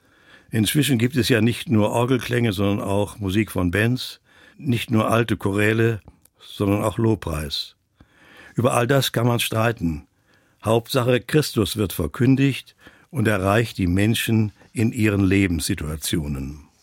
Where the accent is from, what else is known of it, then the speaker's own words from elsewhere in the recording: Silesian Voivodeship, Poland; born there; als ich vor Jahren zum ersten Mal über die Grenze nach Polen einreisen und meine Geburtsstadt in Schlesien besuchen konnte